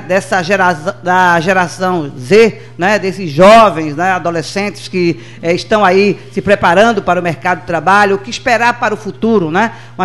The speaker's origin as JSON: {"language": "Portuguese", "country": "Brazil", "said": "a gente, como brasileiro"}